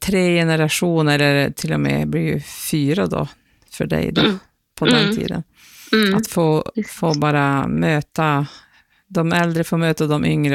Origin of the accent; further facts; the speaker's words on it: Norrbotten County, Sweden; accent: Pite dialect; first language Pite dialect; Det där är ju mitt modersmål, så att du ska kunna prata mycket pitemål som helst med mig.